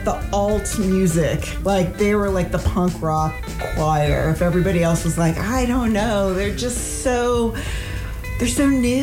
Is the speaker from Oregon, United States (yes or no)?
yes; Oregon, United States; I grew up in Oregon, and when my parents bought the house I grew up in, they bought a new house